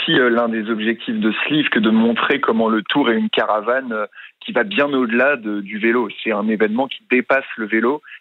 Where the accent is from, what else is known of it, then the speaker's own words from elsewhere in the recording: Valenciennes, Hauts-de-France, France; dans le nord de la France, j'ai grandi moi-même à Valenciennes